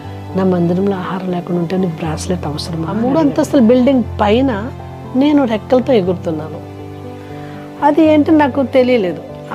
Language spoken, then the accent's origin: Telugu; Bhimavaram, Andhra Pradesh, India; భీమవరంలోనే rest house road, మాది Bhimavaram. So భీమవరంలోనే rest అక్కడే పుట్టాను, అక్కడే పెరిగాను.